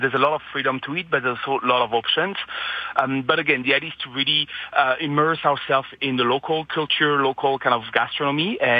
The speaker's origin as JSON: {"language": "English", "region": "southwest France", "country": "France", "tie": "born or raised there", "said": "it's been a dream of mine for many years to showcase my hometown and where I come from, because it's still the south of France, but not the as glamorous or fancy French Riviera, because I'm on the west side."}